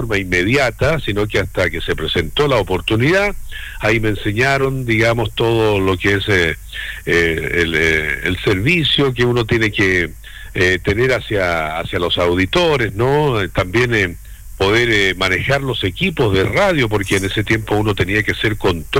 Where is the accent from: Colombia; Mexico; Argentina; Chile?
Chile; Los Andes, Valparaíso; yo partí precisamente en Los Andes, yo soy andino de corazón. Viví muchos años en la época de mi juventud